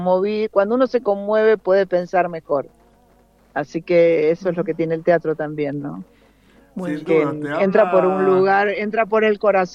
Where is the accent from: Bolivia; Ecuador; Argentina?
Argentina; siendo argentina